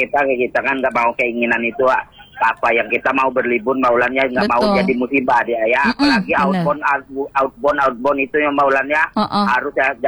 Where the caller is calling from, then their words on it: Jambi, Indonesia; padahal kita orang Kabupaten Muara Jambi tapi belum pernah ke situ